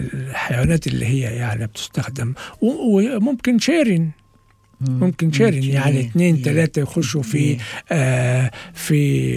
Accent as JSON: {"language": "Arabic", "country": "Egypt", "said": "احنا عندنا في مصر"}